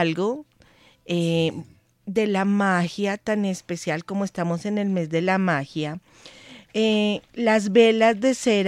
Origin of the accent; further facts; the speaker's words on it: Bogotá, Colombia; Es que así es mi Bogotá, ¿no? Nosotros sí. Somos una montaña rusa.